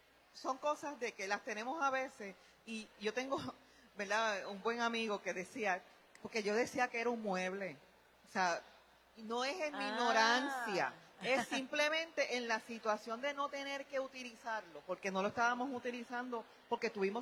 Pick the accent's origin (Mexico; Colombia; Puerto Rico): Puerto Rico; en nombre del mismo pueblo de Puerto Rico, como puertorriqueña